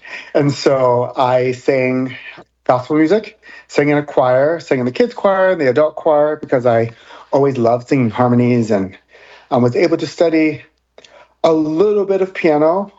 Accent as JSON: {"language": "English", "region": "North Carolina", "country": "United States", "tie": "born or raised there", "said": "I grew up in North Carolina, and I, as I say, like all the greats, started in church."}